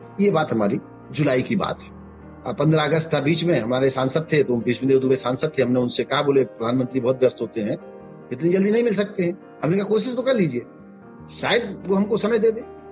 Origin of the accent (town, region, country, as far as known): Uttar Pradesh, India